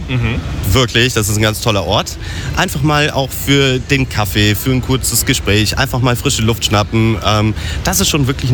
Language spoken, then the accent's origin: German; North Rhine-Westphalia, Germany; Also aus dem Sauerland.